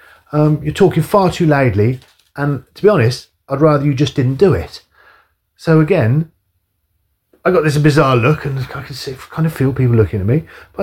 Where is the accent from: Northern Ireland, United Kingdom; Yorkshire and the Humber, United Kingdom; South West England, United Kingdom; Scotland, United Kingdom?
South West England, United Kingdom; Bristol; born or raised there